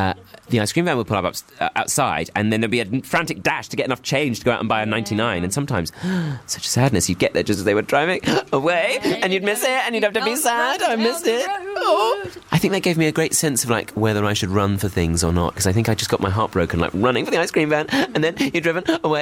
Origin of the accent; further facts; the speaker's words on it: Bromley, London, United Kingdom; where I grew up in Bromley.